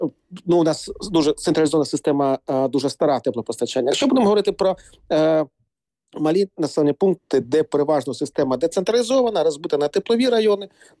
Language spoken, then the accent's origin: Ukrainian; Kharkiv, Kharkiv Oblast, Ukraine; Якщо говорити про мій рідний Харків